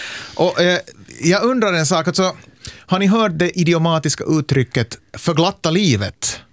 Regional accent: Ostrobothnia, Finland

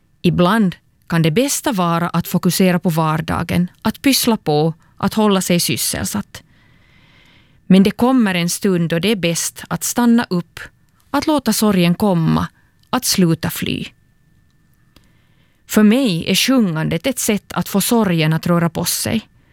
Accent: Turku, Southwest Finland, Finland; från Åbo och talar under den här andakten

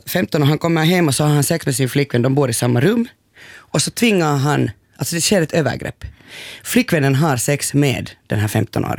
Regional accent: Porvoo, Uusimaa, Finland; Jag känner, alltså jag är uppvuxen i Borgå på 80-talet

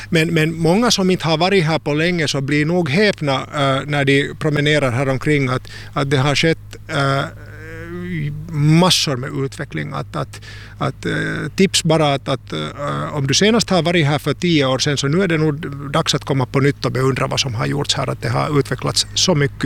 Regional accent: Tampere, Pirkanmaa, Finland; moved away as an adult; also born or lived in Helsinki / Hanko; now in Kasnäs, Finland; jag är ju ursprungligen Tammafors-pojke. Jag har vuxit upp i Tammafors och gått Svenska Samskolan i Tammafors

